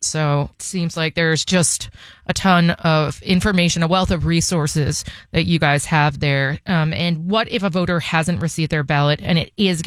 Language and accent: English; New York, United States; also born or lived in Connecticut; now in Seattle, United States; I grew up in New York, but I was living in Connecticut, and I moved out here